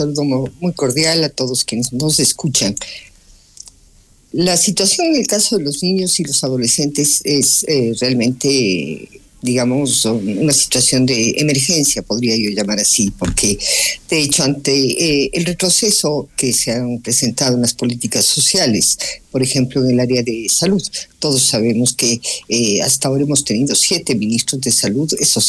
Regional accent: Ecuador

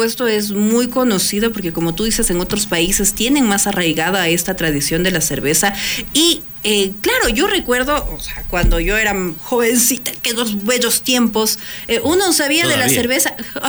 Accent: Ecuador; nosotros también como ecuatorianos

